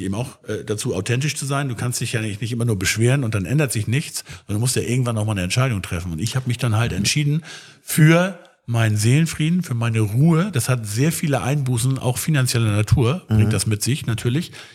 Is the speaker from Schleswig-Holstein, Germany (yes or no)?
yes; Schleswig, Schleswig-Holstein, Germany; born there